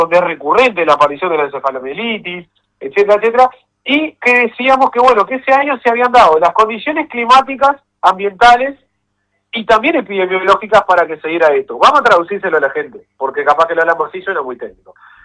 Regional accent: Uruguay

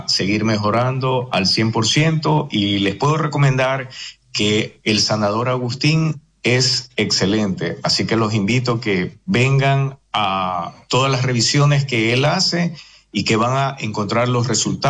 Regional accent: Guayaquil, Guayas, Ecuador; De acá de la ciudad de Guayaquil, los saludo

